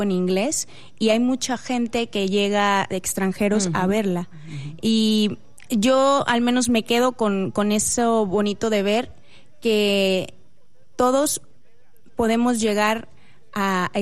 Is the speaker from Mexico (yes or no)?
yes; Mexico; mexicanos somos y tenemos acentos diferentes porque venimos de muchos lugares de México